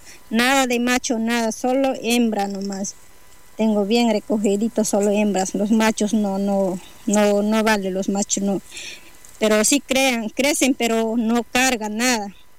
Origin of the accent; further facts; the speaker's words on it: Lago Agrio, Sucumbíos, Ecuador; Yo soy quichua, soy del Lago Agrio.